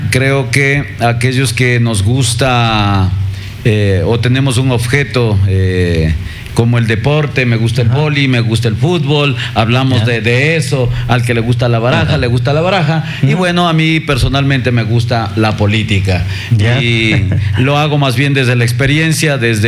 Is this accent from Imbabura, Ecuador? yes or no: no; Pedro Vicente Maldonado, Pichincha, Ecuador; Yo soy de Pedro Vicente Maldonado, al noroccidente de Pichincha.